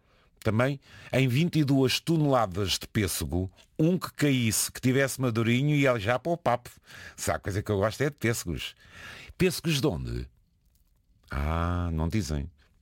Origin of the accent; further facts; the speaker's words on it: Porto, Portugal; Eu também sou da Sé do Porto